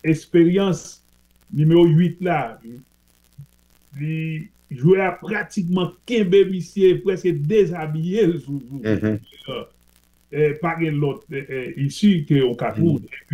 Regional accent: Haiti; Mais moi, ouais, ça, mais moi, dis, je suis haïtien

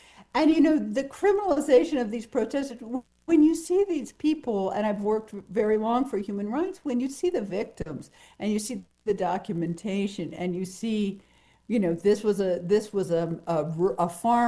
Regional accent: Virginia, United States; Well, first, I'd like to share my solidarity because I am also from Virginia.

